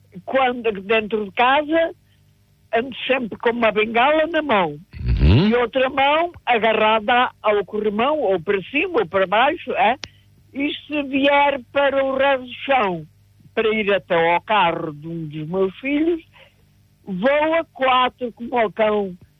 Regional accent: Sátão, Viseu, Portugal; born there; also born or lived in Lisbon; fiz o magistério em Lisboa, mas eu não sou de Lisboa. Eu nasci no concelho de Sátão, numa aldeia chamada Xoito de Golfar, freguesia de Romãs.

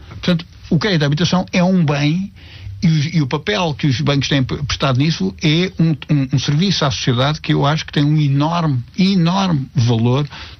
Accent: Portugal

